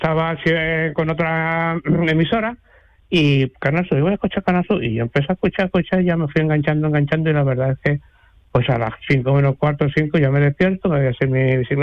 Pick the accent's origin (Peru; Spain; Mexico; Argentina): Spain; Prado del Rey, Andalusia; Yo sí, sí, soy de Prado de Rey.